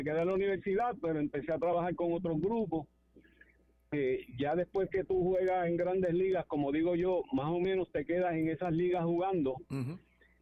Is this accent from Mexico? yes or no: no; Toa Baja, Puerto Rico; un muchachito del pueblo, uh-huh. Pues yo me crié en Tua Baja